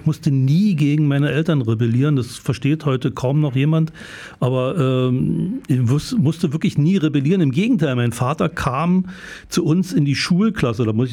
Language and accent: German; Dresden, Saxony, Germany; born there; accent: Saxon; Ich bin in Dresden geboren. Ich könnte auch noch so reden, wenn du willst.